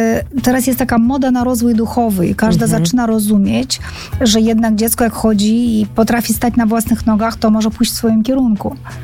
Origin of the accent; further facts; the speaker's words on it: Black Sea coast, Georgia; I czasami jest tak, że nawet w Gruzji nad Czarnym Morzem się wychowałam, to mówią, jak się utopisz, to do domu nie wracaj.